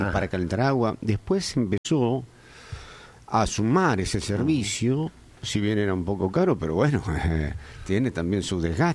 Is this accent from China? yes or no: no; San Antonio Este, Río Negro, Argentina; born there; Yo nací en San Antonio Este.